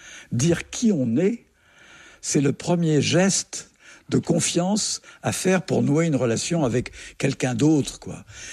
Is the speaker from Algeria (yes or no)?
yes; Algeria; born there; Je suis né en 1944 en Algérie d'un père charentais.